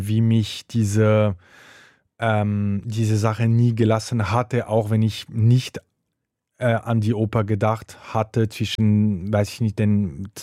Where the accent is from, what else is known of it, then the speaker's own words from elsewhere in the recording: Fribourg, Switzerland; moved away as an adult; also born or lived in Zürich; Ich komme aus Fribourg, das ist schon die Provinz, eine tolle Stadt, aber schon die Provinz.